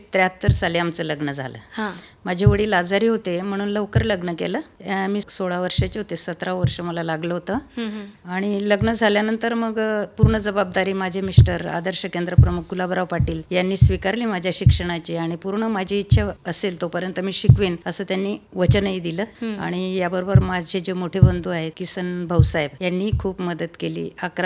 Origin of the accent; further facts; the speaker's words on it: Nagaon, Maharashtra, India; moved away as an adult; also born or lived in Mangaon, Raigad; now in Dhule, India; धुळ्यापासून 5 kilometre अंतरावर नगाव माझं माहेर आहे.